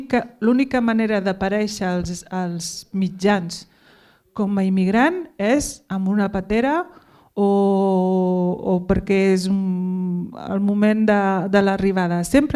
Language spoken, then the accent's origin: Catalan; Vic, Catalonia, Spain; perquè som de Vic, clar, parlem un català més millor, no, el de Vic que el de Barcelona.